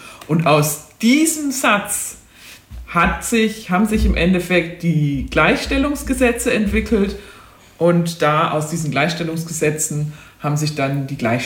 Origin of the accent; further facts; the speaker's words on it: Bavaria, Germany; born there; moved away; Ich komme nicht aus Aschaffenburg selber, das hört man manchmal noch am R ein bisschen. Ich bin in Nürnberg oder in der Nähe von Nürnberg geboren und bin jetzt aber seit 2020 schon in der Gleichstellungsstelle der Stadt Aschaffenburg